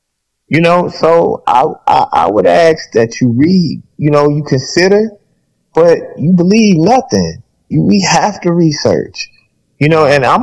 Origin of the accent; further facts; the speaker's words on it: the South, United States; I'm a Southerner